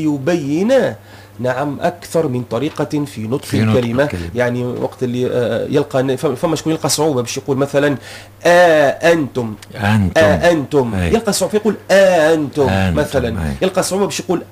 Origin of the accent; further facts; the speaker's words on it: Tunisia; احنا في تونس كانت الأغلبية ورش.